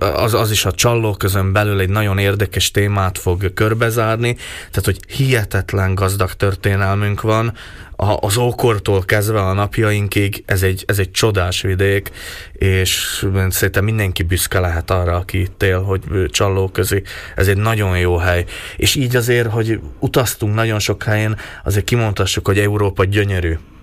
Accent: Šamorín, Trnava Region, Slovakia; now in Portugal; hogy én 6 éve játszottam utoljára a saját szülővárosomba. 6 év távlatába hamarabb hívtak el Portugáliába, mint Somorjára.

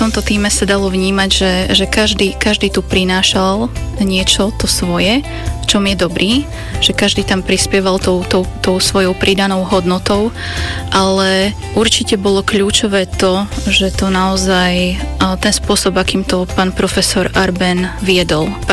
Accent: Beňuš, Banská Bystrica Region, Slovakia; a mohla som tu prežiť to najšťastnejšie detstvo. V podstate základnú školu som absolvovala u nás v dedine, v Beňuši.

